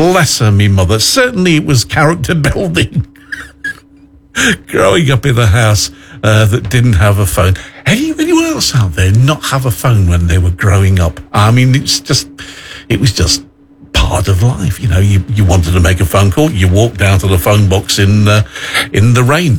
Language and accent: English; Loscoe, East Midlands, United Kingdom; That was the local phone box when I was growing up in Losca. You can imagine walking from Clark Avenue in Losca all the way to the bottom of Cottage Garden Lane to phone